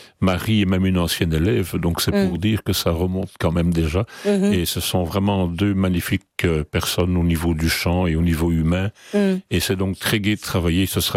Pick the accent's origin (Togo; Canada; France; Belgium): Belgium; qui sont deux valeurs sûres de la musique chez nous en Belgique.